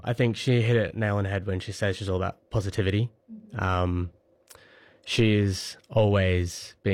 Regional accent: Australia; growing up in Australia

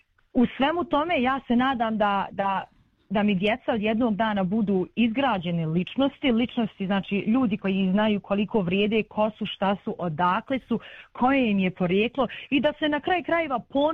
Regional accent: Srebrenica, Republika Srpska, Bosnia & Herzegovina; pošto lično ja sam iz Srebrenice

